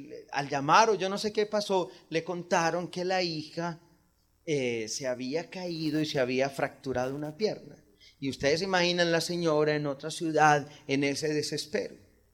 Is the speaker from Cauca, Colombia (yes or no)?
no; Antioquia, Colombia; Como los antioqueños todos creemos que todavía vivimos al lado del río y gritamos